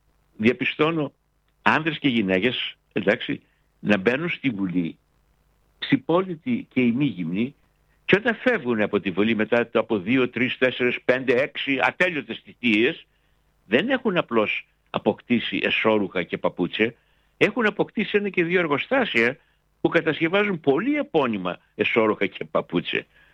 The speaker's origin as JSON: {"language": "Greek", "region": "Macedonia", "country": "Greece", "said": "πονάει η καρδιά μου σαν Μακεδόνας"}